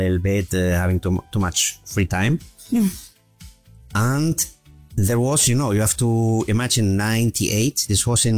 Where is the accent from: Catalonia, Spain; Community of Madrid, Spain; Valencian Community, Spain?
Valencian Community, Spain; Valencia; first language German and Spanish; English is a second language; My father was German. My mother is from Spain. So I was born in Spain, in Valencia